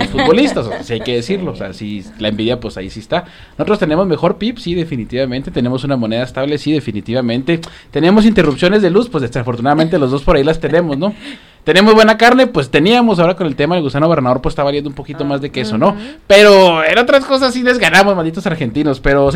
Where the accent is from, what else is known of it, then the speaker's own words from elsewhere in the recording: Mexico; soy orgullosamente mexicano